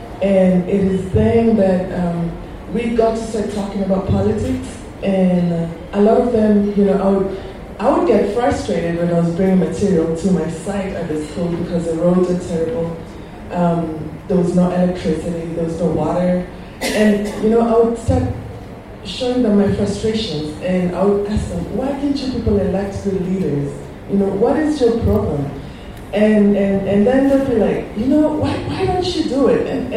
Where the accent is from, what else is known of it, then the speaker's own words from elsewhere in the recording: Nairobi, Kenya; moved away; Most of my life I grew up in Nairobi, and then I went overseas when I was fairly young.